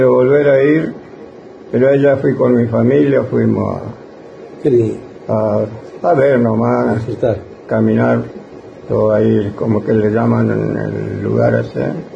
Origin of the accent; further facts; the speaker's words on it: Gualjaina, Chubut, Argentina; como yo era criado ahí en Gualjaina